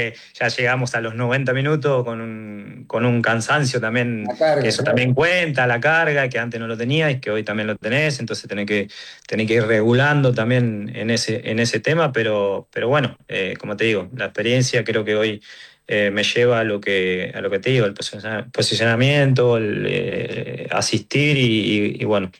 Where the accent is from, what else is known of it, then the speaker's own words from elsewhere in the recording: Argentina; como todo argentino, con la expectativa de que sea como el mundial pasado.